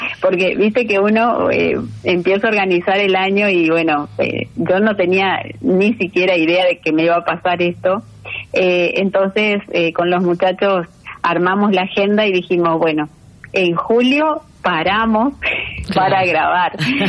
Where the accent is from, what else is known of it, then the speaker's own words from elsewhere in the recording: Argentina; Que nos toca vivir también como argentinos.